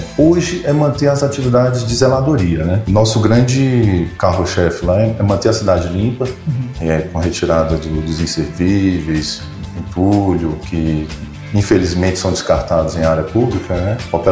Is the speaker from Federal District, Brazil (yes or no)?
yes; Recanto das Emas, Federal District, Brazil; born there; also born or lived in Taguatinga; Hoje o Recanto faz 33 anos e eu, com muito orgulho, moro na cidade há 33 anos, né? Desde 93. Cheguei lá moleque com meus pais, né? Viemos lá da cidade de Itaguatinga, né? Morávamos em Itaguatinga.